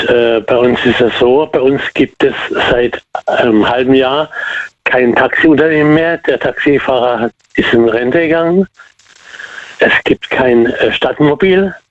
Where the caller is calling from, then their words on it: Muggensturm, Baden-Württemberg, Germany; Ja, ich komme aus Muggensturm.